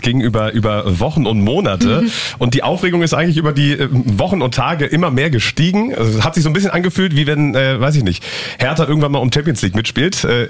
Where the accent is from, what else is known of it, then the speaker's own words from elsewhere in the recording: Berlin, Germany; now in Potsdam, Germany; Also, ich bin 27, bin gebürtiger Berliner, bin auch in Steglitz zur Grundschule gegangen, Gymnasium dann in Potsdam, wohne mittlerweile in Potsdam